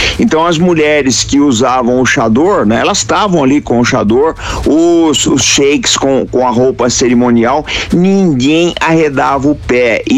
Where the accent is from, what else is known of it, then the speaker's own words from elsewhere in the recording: São Paulo, Brazil; Eu sou do interior de São Paulo, que é muito quente, tá?